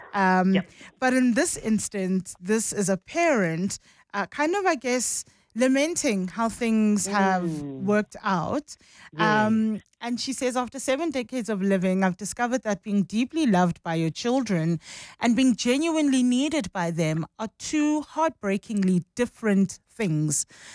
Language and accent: English; Johannesburg, Gauteng, South Africa; my favorite city. It is my hometown, and so I'm thrilled that 702 Walk the Talk returns to the city of Joburg